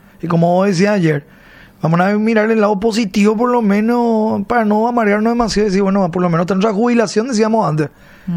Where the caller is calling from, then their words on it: Luque, Central, Paraguay; Feliz cumpleaños a mi esposo David Segovia. Feliz cumpleaños a mi esposo David. Le estamos viendo de Luque